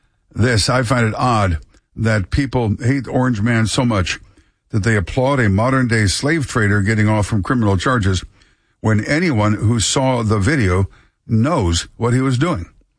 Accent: Midwest, United States; I grew up in the Midwest. There was a very, very, you know, large part of town that was all Polish, large part of town that was Czechoslovakian

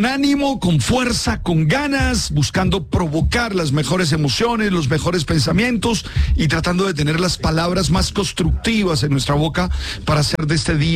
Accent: Santa Marta, Magdalena, Colombia; also born or lived in Barranquilla; now in Bogotá, Colombia; Pues yo viví 16 años en Santa Marta, mi adolescencia, después aquí en Bogotá 4 años más, después 20 años en Barranquilla y ahora otra vez llevamos en 12.

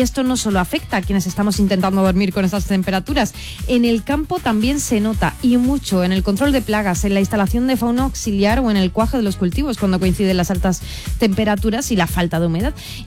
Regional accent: Almería, Andalusia, Spain; como buenos almerienses que somos

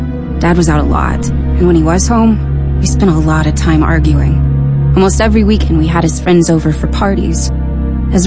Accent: Brainerd, Minnesota, United States; I grew up in Minnesota, in Brainerd.

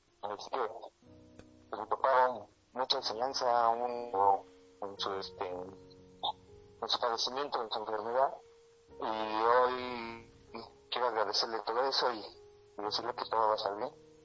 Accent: Tula, Hidalgo, Mexico; soy del estado de Hidalgo, de acá por Tula, Hidalgo.

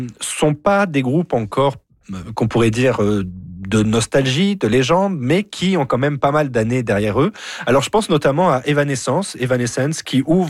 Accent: France; moved away as an adult; now in Toronto, Canada; je venais de France, mon accent en témoigne, et je suis arrivé directement à Toronto

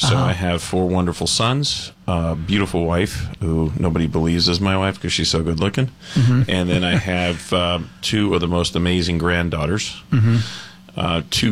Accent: Rockland County, New York, United States; moved away

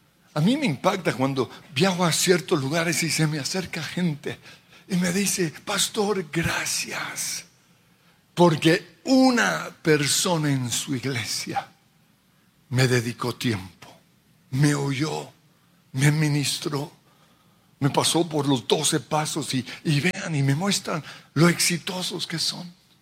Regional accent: Australia; Porque yo nací en un pueblito en Australia que ni siquiera yo conozco. Yo fui levantado en medio de niños aborígenes

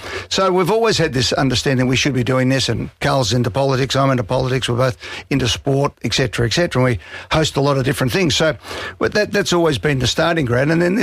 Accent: Melbourne, Victoria, Australia; do a magnificent show in my hometown of Melbourne

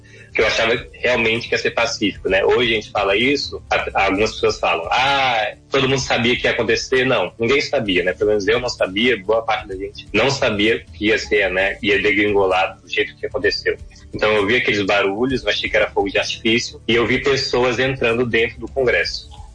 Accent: Brasília, Federal District, Brazil; eu sou de Brasília mesmo, né?

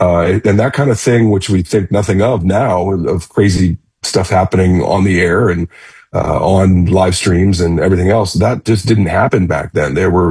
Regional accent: St. Louis, Missouri, United States; Again, like I said, I grew up in St. Louis in the 70s. We had KMOX radio for the news.

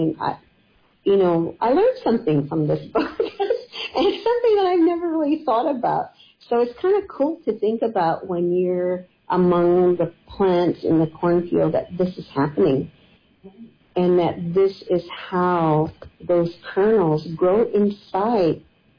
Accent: Arizona, United States; we're from the Hopi community, and our tribal community, many families plant cornfields.

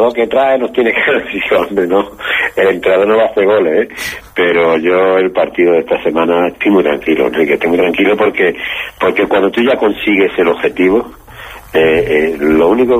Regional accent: Málaga, Andalusia, Spain; los que nos gusta el fútbol formativo y somos de Málaga, pues conocemos bien todo lo que ha salido de la cantera de Málaga.

